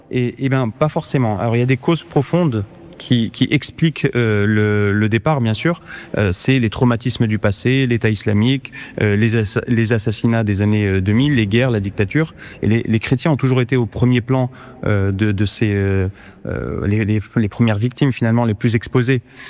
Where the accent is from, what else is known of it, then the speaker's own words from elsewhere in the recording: Nantes, Pays de la Loire, France; moved away as an adult; now in Iraq; Moi-même, j'ai grandi à Nantes dans les années 2000, et j'étais dans une école chrétienne.